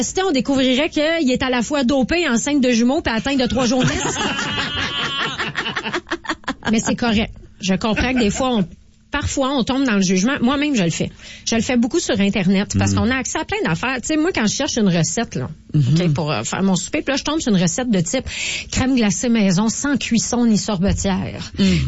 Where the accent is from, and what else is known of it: Montreal, Quebec, Canada